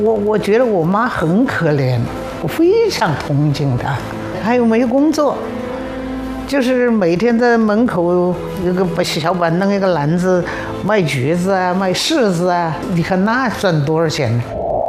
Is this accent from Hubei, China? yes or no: yes; Songzi, Hubei, China; born there; moved away as an adult; also born or lived in Zhijiang, Yichang, Hubei; 要说我的出生地是宜昌地区枝江。哦，我十岁到松滋